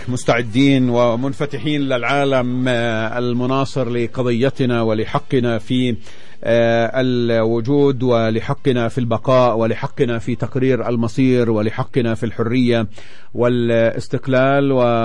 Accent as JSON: {"language": "Arabic", "country": "Palestine", "said": "المفروض انه احنا بين بعضنا كفلسطينيين نصير نستوعبها،"}